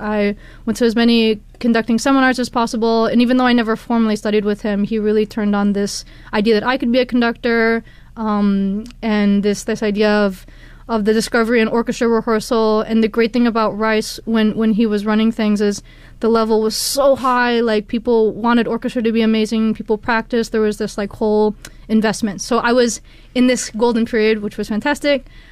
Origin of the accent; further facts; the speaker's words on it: Seattle, Washington, United States; moved away as an adult; also born or lived in Houston; I grew up in Seattle, Washington, far away. And I went to school in Houston at Rice.